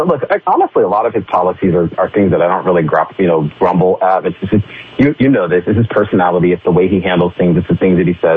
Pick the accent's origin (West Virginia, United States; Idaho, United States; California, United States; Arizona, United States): Idaho, United States; Yeah, Idaho.